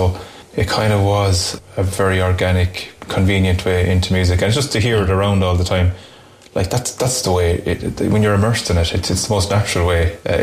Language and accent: English; Lissycasey, County Clare, Ireland; also born or lived in Cork / Salthill / Kinvara; where I grew up in Lissacacy. It's a few fields away.